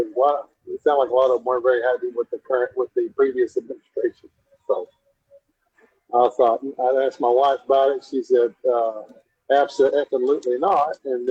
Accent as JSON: {"language": "English", "town": "Duncanville", "region": "Texas", "country": "United States", "tie": "born or raised there", "said": "I grew up in Duncanville, which is almost 40,000 people."}